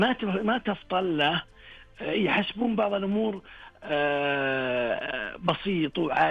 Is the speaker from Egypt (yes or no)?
no; Saudi Arabia; عندنا في المملكة العربية السعودية